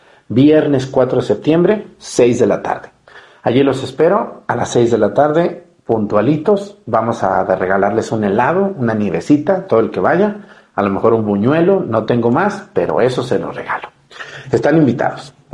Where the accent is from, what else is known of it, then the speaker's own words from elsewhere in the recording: Mexticacán, Jalisco, Mexico; Cuando en mi pueblo, en Mexicacán, inauguramos la Virgen del Carmen, el Sagrado Corazón de Jesús, los Tres Corazones y otras cosas, siempre he hecho mi invitación abierta.